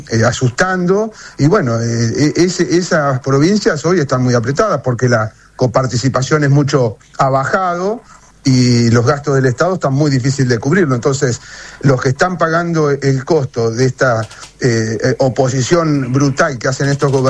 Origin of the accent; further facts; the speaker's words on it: La Pampa, Argentina; soy de La Pampa, pueblos chicos, muy agropecuarios.